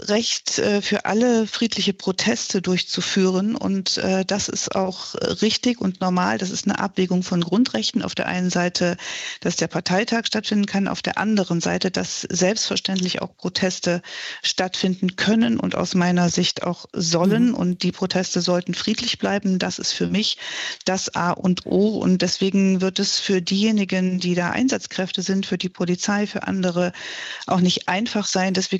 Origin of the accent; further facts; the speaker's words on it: Erfurt, Thuringia, Germany; in einer wunderbaren Stadt, wie es meine Heimat Erfurt ist